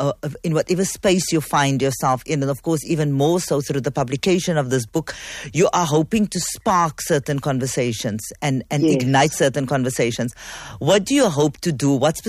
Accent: South Africa; I am a South African, I am a Jew, I'm an anti-Zionist, I'm also a writer, a theatre maker, an actor, and an improviser.

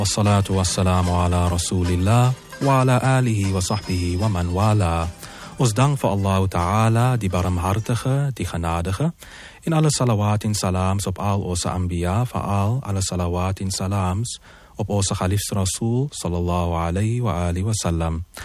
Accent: Western Cape, South Africa; accent: Afrikaaps; ek is meer Afrikaaps en nie noodwendelik Afrikaansie

